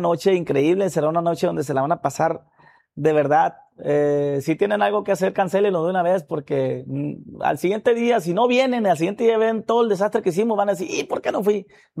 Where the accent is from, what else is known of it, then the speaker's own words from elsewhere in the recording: Mazatlán, Sinaloa, Mexico; somos mazatlecos los tres, somos sinaloenses los tres, traemos ese rollo de la banda muy, muy arraigado.